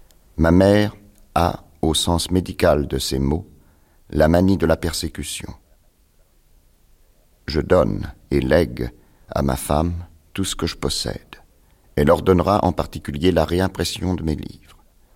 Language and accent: French; Orléans, Centre-Val de Loire, France; born there; je suis né à Orléans